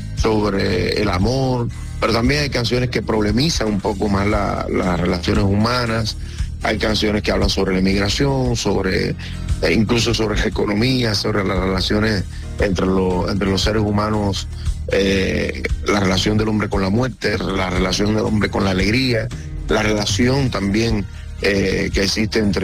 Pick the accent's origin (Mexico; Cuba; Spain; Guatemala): Cuba; Guantánamo; Esencialmente eso es … un dueto que no somos habaneros, somos de Guantánamo, de la región más oriental de Cuba